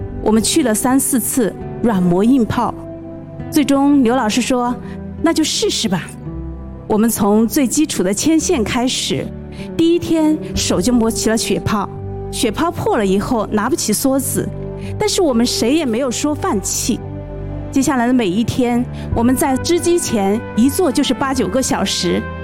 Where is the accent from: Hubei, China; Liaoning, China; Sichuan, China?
Hubei, China; Enshi; 我和我的妹妹从小在恩施长大，在歌舞团当了十多年的演员，